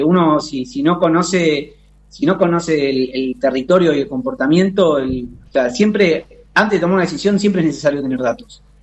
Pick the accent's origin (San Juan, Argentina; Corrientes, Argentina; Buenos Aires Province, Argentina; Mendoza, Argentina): Buenos Aires Province, Argentina; no solo como bonaerense, sino como argentino